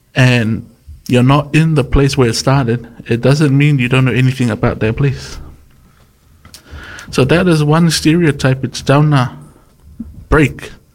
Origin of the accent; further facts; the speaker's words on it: Samoa; also born or lived in New Zealand; because that's where I'm from. I'm from Samoa, so, and I'm born in New Zealand.